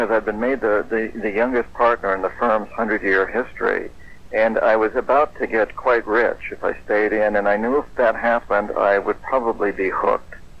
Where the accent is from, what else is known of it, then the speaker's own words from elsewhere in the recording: United States; I'm ashamed to admit, as an American, that is our stance.